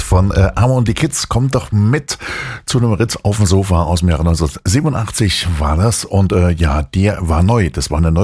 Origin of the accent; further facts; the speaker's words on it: Chemnitz, Saxony, Germany; Wir switchen nach Chemnitz, nach meiner Heimatstadt.